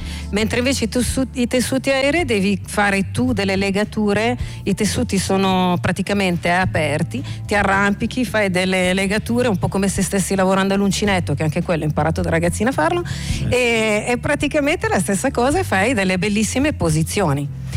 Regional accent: Palermo, Sicily, Italy; born there; Sono nata a Palermo, che è una città di mare.

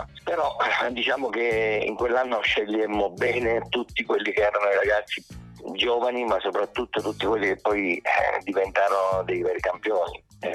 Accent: Pescara, Abruzzo, Italy; Ma io sono nato a Pescara e sono cresciuto giocando a calcio con una squadra del pescarese che era la Castella a Mare

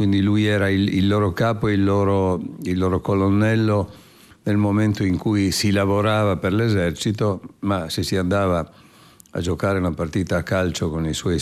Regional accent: Trieste, Friuli-Venezia Giulia, Italy; moved away as an adult; now in Slovenia; io sono nato a Trieste, come gran parte dei triestini sono un sangue misto, orgogliosamente bastardo. Mio padre è nato in Argentina da genitori friulani emigrati e mia madre è di queste terre

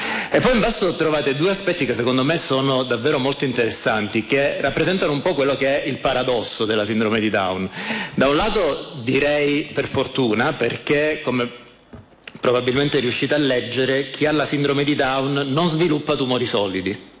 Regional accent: Calabria, Italy; Io sono calabrese

